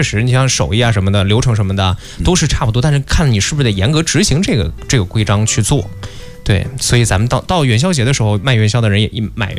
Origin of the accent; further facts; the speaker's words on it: northern China, China; 虽然我是北方人